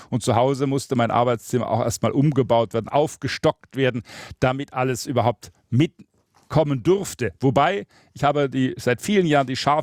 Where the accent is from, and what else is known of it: Baden-Württemberg, Germany